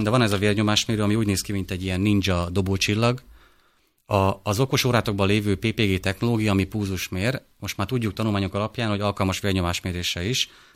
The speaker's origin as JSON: {"language": "Hungarian", "region": "Szabolcs-Szatmár-Bereg", "country": "Hungary", "said": "én Szabolcsi vagyok"}